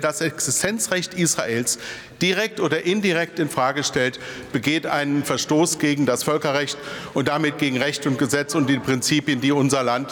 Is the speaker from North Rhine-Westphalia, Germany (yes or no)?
yes; Wuppertal, North Rhine-Westphalia, Germany; der vor 2 Wochen in meiner Heimatstadt Wuppertal versucht hat, die Synagoge anzuzünden